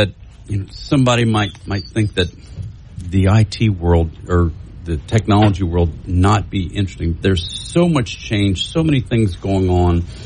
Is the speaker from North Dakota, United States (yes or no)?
no; Morgan City, Louisiana, United States; we're both from Morgan City and love that pass. And that just fascinates to me that we both lived on Walnut Drive.